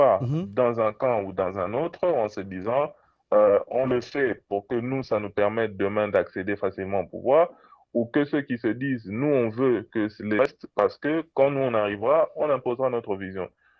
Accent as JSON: {"language": "French", "country": "DR Congo", "said": "Pour moi, en tant que Congolais, je ne peux pas dire au peuple que ceux qui sont là continuent ou continuent pas."}